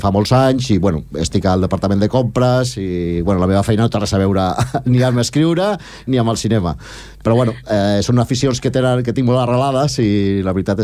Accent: Barcelona, Catalonia, Spain; moved away as an adult; now in Esplugues de Llobregat, Spain; jo havia nascut a, bueno, vaig néixer a Barcelona i vivia al barri de les Corts. Llavors em vaig casar i és com vaig venir cap aquí.

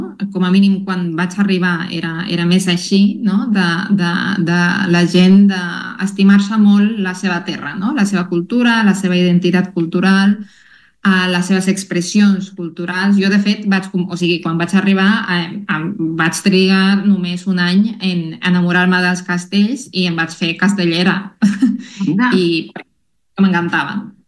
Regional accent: La Paz, Bolivia; first language Spanish; Catalan is a second language; now in Catalonia, Spain; Les persones més de muntanya, diguem, de la regió on vinc, de La Paz

